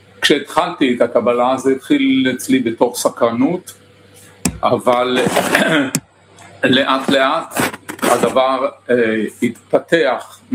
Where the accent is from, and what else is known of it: Milan, Lombardy, Italy